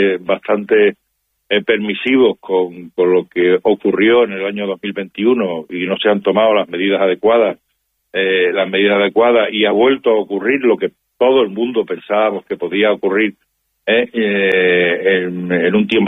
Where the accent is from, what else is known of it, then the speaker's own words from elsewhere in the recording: Spain; nuestros derechos como ciudadanos españoles y europeos que somos, aunque estemos viviendo en África, pero somos europeos de pleno derecho